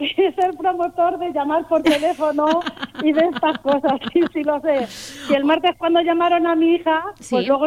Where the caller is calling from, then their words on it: Spain; Soy de Sailices.